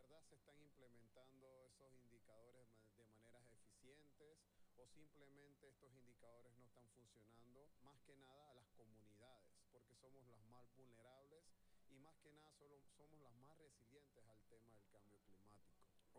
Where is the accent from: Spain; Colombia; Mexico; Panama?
Panama; soy del pueblo Cuna, soy de Panamá.